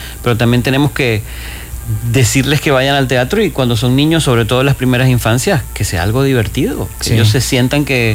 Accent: Maracaibo, Zulia, Venezuela; born there; moved away; Y luego coincido en Houston con una maestra de danza contemporánea de Maracaibo, la ciudad donde yo nací.

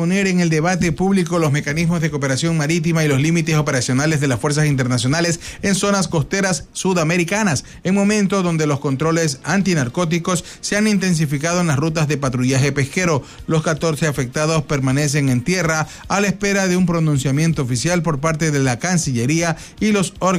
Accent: Ecuador

